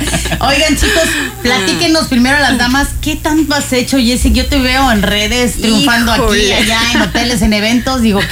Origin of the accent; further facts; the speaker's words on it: Mexico; Así es, y además somos mexicanos